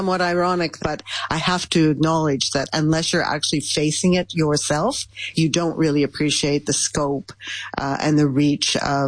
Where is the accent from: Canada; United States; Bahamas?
Canada; now in Netherlands; Wherever you go, if you are in the Netherlands, for example, I'm in the Netherlands as a Canadian, I know that I'm subject to Dutch law.